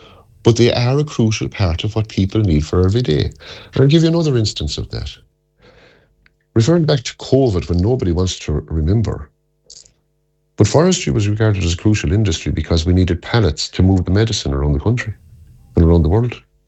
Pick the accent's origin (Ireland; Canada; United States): Ireland; Connacht; I come from East Galway. The Slievochty Mountains in East Galway, there's a huge coverage of Sitka spruce.